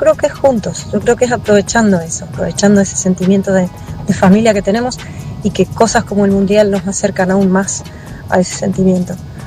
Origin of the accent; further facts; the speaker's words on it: Argentina; al menos como argentinos